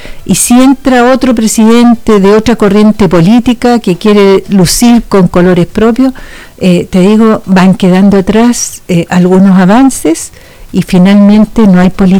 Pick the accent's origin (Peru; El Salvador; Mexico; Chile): Chile